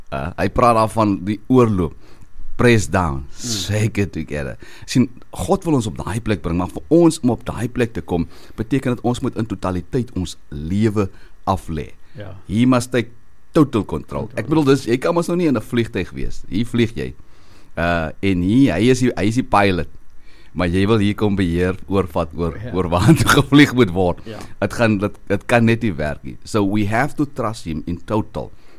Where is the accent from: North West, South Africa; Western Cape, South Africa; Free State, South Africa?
Western Cape, South Africa; Mossel Bay; born there; En dan ons mense daar in Mosselbaai, ons sal sê die homies, almal in my geboortedorp Mosselbaai